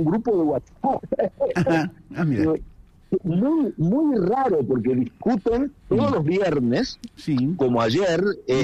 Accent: Argentina; moved away; Siendo un argentino que está fuera

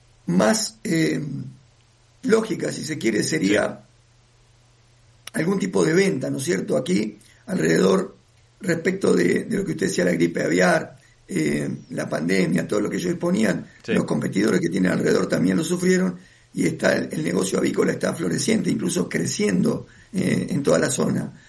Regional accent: Concordia, Entre Ríos, Argentina; yo tengo más de 50 años, ¿no? 56. Y a los 25 años, sí, yo soy de Concordia

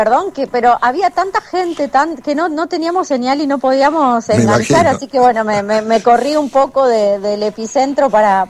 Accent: Rosario, Santa Fe, Argentina; los rosarinos tenemos algo muy especial con nuestra ciudad.

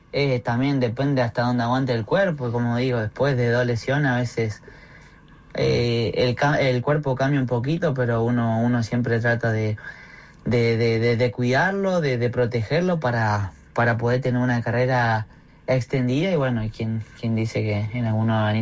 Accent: Argentina; moved away; tengo el deseo de volver a jugar a Argentina, porque no tuve la posibilidad de debutar, me tocó debutar fuera del país y poder hacer mi carrera en el extranjero

